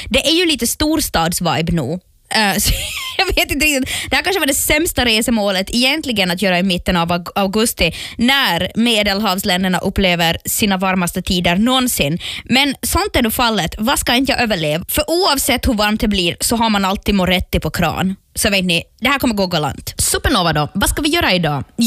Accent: Finland; Jag är liksom så finsk född som är bara finns.

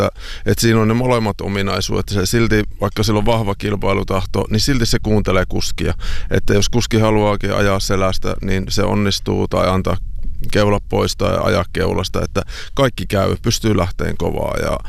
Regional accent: Kaukonen, Lapland, Finland; pitäisi kotikylällä lopettaa, mistä minä aluviimein kotoisin, niin kuin kaukosesta syntyjään

